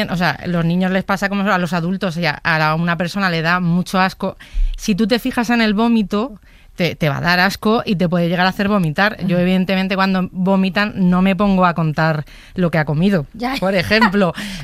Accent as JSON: {"language": "Spanish", "town": "Madrid", "region": "Community of Madrid", "country": "Spain", "said": "Perfecto. Porque soy de Madrid."}